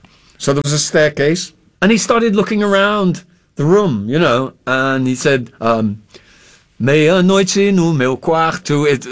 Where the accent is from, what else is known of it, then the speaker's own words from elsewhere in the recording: England, United Kingdom; now in Brazil; as an Englishman